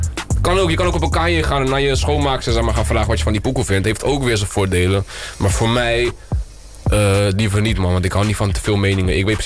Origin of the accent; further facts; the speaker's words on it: Gouda, South Holland, Netherlands; born there; Kijk, ik ben alleen geboren in Gouda. Ik heb verder niks.